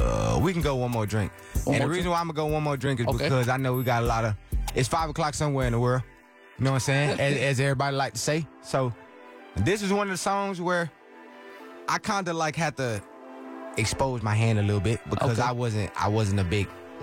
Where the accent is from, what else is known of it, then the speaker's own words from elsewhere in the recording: Houston, Texas, United States; I'm from Houston.